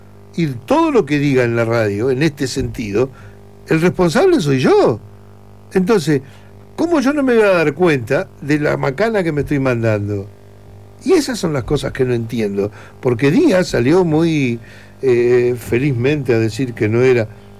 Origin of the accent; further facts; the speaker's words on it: Uruguay; born there; Yo digo que yo nací en un país de primer mundo y me dicen, pero tú no sos uruguayo, pelado.